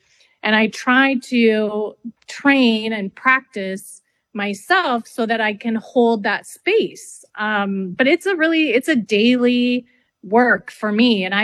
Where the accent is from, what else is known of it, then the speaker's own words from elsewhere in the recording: Canada; And I'm French Canadian.